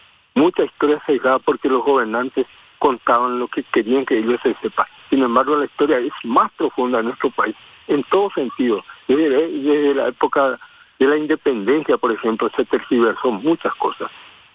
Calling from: Paraguay; nosotros también como paraguayos

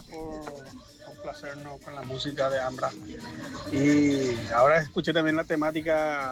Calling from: Paraguay; lo que nos identifica como paraguayite

